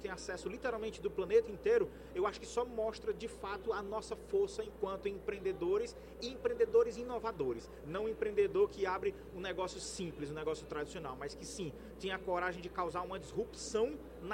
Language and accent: Portuguese; Ceará, Brazil; nós que somos do Ceará